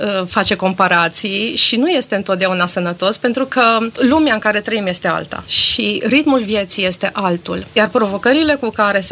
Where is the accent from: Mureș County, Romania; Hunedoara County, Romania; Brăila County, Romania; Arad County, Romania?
Mureș County, Romania; Târgu Mureș; born there; Eu m-am născut în Târgu Mureș și o perioadă de aproximativ 6-7 ani am activat în Liga Tineretului Ortodox.